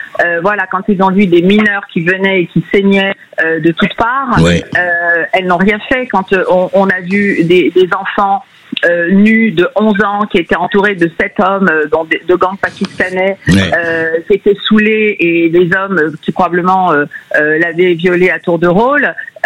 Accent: France; moi, je suis française et je crois en l'universalité, en l'universalisme

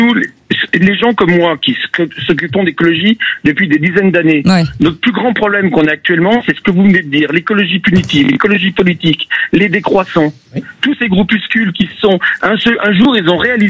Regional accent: Lyon, Auvergne-Rhône-Alpes, France; Je suis lyonnais, donc j'ai une amie à Lyon

